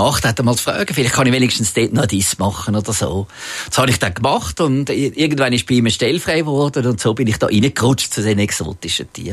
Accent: Zurich, Switzerland; Aber natürlich bin ich aufgewachsen in Zürich und der Zoo war näher gewesen und ich war sehr viel im Zoo gewesen.

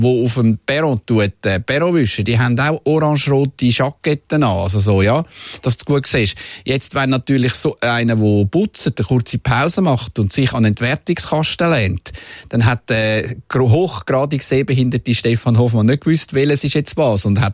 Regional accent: Winterthur, Zurich, Switzerland; born there; ich bin zuerst in Winterthur aufgewachsen, bei den ersten 7 Jahren

